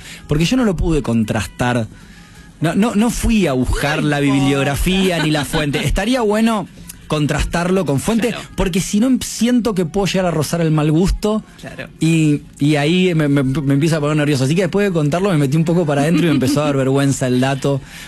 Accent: Buenos Aires, Argentina; como soy de Buenos Aires, arranco mi gira por lo general siempre en Buenos Aires

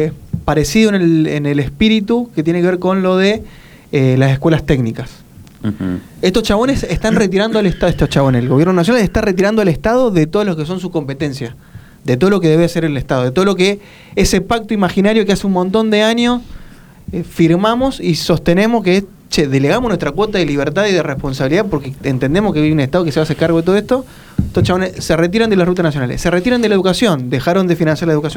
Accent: Santa Fe, Argentina; lo que nos perjudicamos somos los santafesinos.

